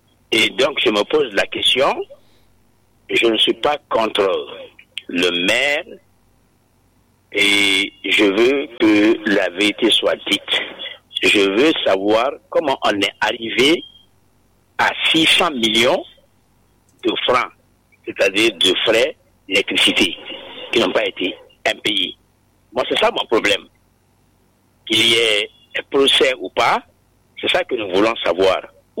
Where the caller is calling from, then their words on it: Conakry, Guinea; je suis à Madina, et je suis à côté de Mafanko, donc je connais.